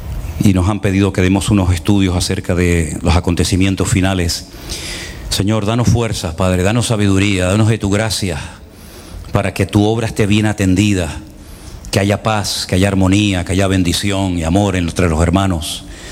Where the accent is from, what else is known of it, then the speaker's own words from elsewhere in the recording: Spain; todos como españoles o como ciudadanos de este país, pues tenemos nuestras opiniones personales